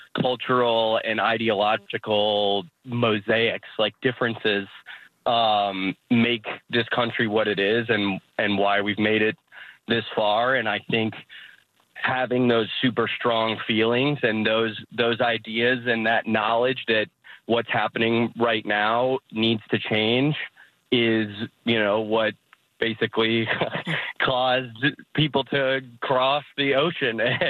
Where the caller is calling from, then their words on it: St. Louis, Missouri, United States; I'm calling from St. Louis, Missouri.